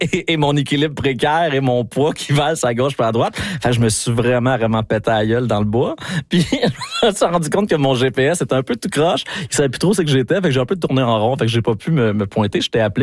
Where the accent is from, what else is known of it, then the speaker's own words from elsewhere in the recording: Granby, Quebec, Canada; now in Montreal, Canada; Je viens de Granby, exactement.